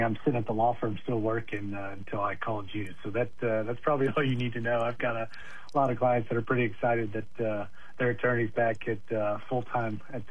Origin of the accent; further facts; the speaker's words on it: Clinton, Oklahoma, United States; also born or lived in Edmond, Oklahoma; Well, so I'm from Clinton, Oklahoma. I was born and raised here. I was actually born in Oklahoma City, but came home in the backseat floorboard from Oklahoma City to Clinton back when that was, you know, still allowed. And graduated here in 2000.